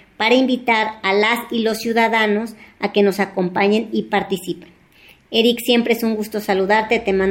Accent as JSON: {"language": "Spanish", "country": "Mexico", "said": "como mexicanas y mexicanos"}